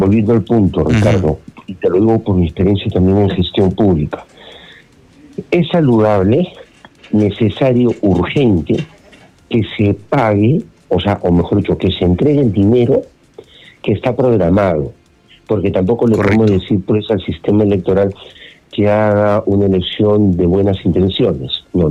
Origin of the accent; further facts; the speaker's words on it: Peru; somos peruanos.